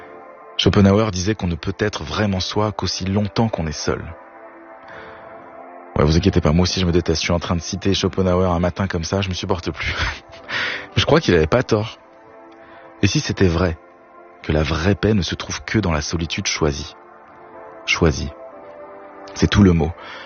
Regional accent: Switzerland; L'autre soir, j'étais chez moi, en Suisse, avec ma famille.

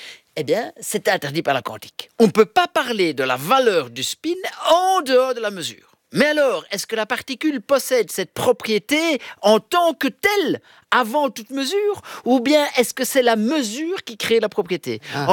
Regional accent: Milan, Lombardy, Italy; born there; quelque part je suis né à Milan.

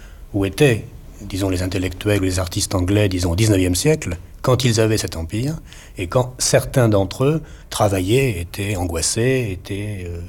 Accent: France; alors là, je parle en tant que Français, nous, on sait qu'aucun cinéaste français ne peut faire ce que vous faites

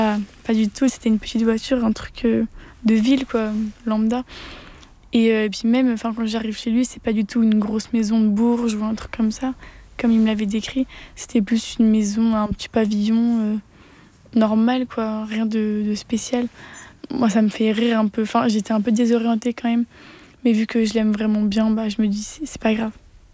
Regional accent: Troyes, Grand Est, France; j'ai 18 ans, je viens de Troyes.

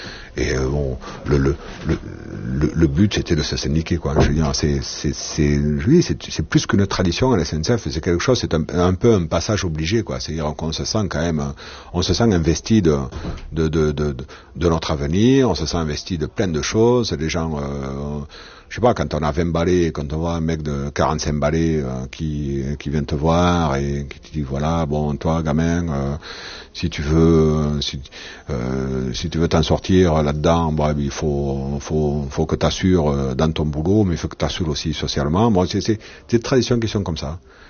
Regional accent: Lannemezan, Occitanie, France; Je suis des Pyrénées, je suis à côté de Tarbes, Lannemezan exactement.

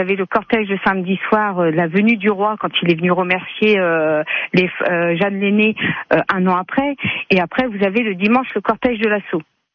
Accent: Beauvais, Hauts-de-France, France; Oui, mais nous, on est originaire de Beauvais.

